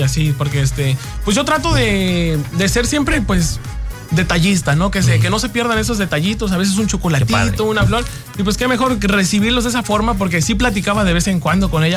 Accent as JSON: {"language": "Spanish", "town": "Xalapa", "region": "Veracruz", "country": "Mexico", "moved": "as an adult", "lives_now": "Veracruz, Mexico", "said": "yo soy de Jalapa, mi esposa es de Coatepec"}